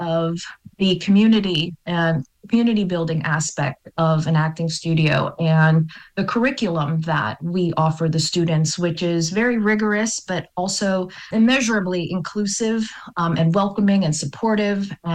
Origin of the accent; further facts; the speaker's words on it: McKees Rocks, Pennsylvania, United States; Well, I grew up in McKees Rocks